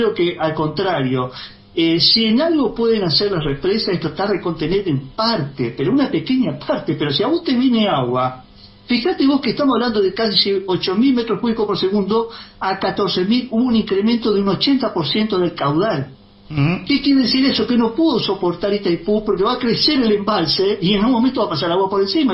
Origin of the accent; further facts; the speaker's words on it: Goya, Corrientes, Argentina; born there; moved away as an adult; now in La Plata, Argentina; Yo en el 84 vine acá a estudiar La Plata y yo conozco el litoral porque yo nací en Boya Corrientes